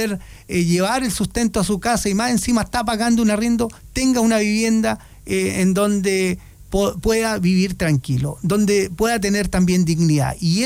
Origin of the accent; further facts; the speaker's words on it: Tirúa, Biobío, Chile; Yo soy de acá, de la provincia, soy de Tirúa, por tanto, tengo un cariño especial por cada una de las comunas que tenemos